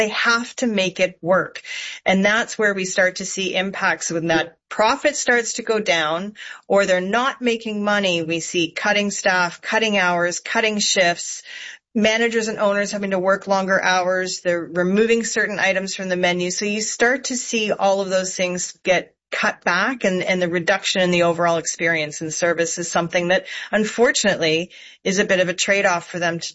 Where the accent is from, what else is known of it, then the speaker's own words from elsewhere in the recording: Canada; as a Canadian living our life